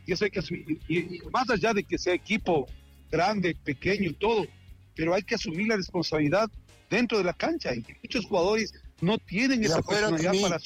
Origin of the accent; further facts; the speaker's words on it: Quito, Pichincha, Ecuador; nosotros, como somos de acá de Quito